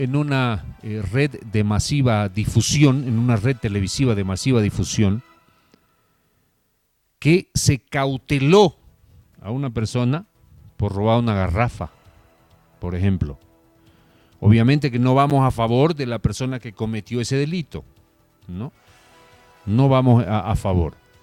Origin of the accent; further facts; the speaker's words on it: Vallegrande, Santa Cruz, Bolivia; como vallegrandino, nacido, criado, estante y habitante de esta hermosa ciudad de Jesús y Montesclaros de los Caballeros del Gran Valle Grande, porque así se fundó mi ciudad